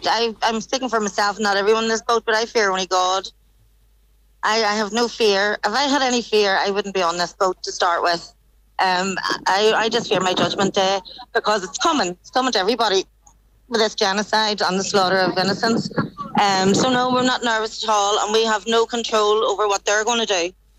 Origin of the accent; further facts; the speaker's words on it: Northern Ireland, United Kingdom; because I'm Irish and I'm born under occupation in the north, and people might laugh at that, but I was born a British citizen and my children are born British citizens.